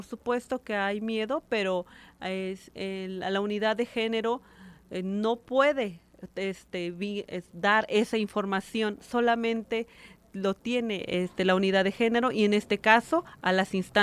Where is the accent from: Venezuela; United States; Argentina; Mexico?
Mexico; Tlachichilco, Veracruz; Soy originaria de una comunidad que se llama Xalame, municipio de Tlachichilco, Veracruz, en el norte del estado, de la Huasteca Veracruzana.